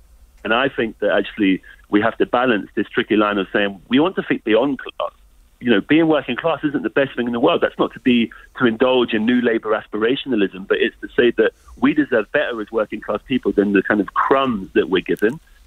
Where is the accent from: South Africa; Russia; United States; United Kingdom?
United Kingdom; London; now in Stoke-on-Trent, United Kingdom; the working classes in places like where I live today, Stoke-on-Trent, do not have anything in common with the working classes in places like where I grew up in London.